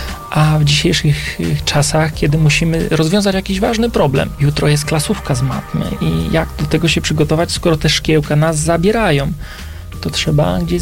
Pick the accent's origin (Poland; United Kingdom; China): Poland; Kielce, Świętokrzyskie Voivodeship